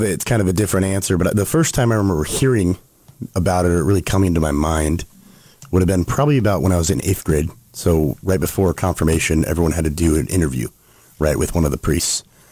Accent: Omaha, Nebraska, United States; also born or lived in Lincoln, Nebraska / South Dakota; Yeah, so I'm from Omaha, kind of West Omaha. St. Wenceslas is my home parish. So I grew up there

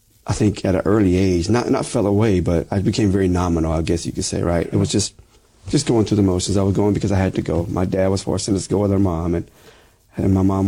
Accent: Fort Worth, Texas, United States; born there; I'm a little bit older than I look. I was born in 1977 in Fort Worth, Texas. Both my parents were Catholic.

